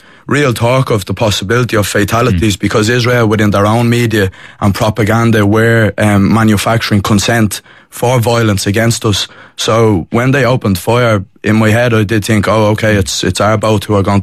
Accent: Ireland; I just felt impelled to do more for the Palestinians, but also for us as Irish people as well, you know.

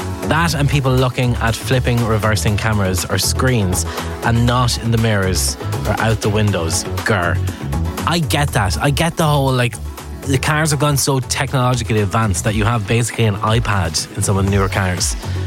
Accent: Carlow, Leinster, Ireland; Hey, I'm from Carlow.

